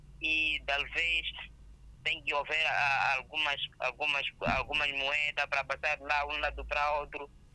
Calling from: Angoche, Nampula, Mozambique; Sou de Angoche, vim na cidade para visitar, fazer algum trabalho aqui.

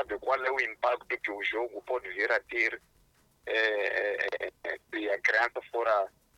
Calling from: Matola, Maputo, Mozambique; Eu falo da Matola.

